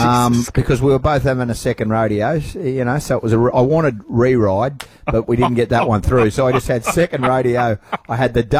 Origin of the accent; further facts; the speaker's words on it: Scotland, United Kingdom; I'm Scottish, touch not the cap, but a glove. … is a mad, mad Scottish name. My grandfather was Scottish.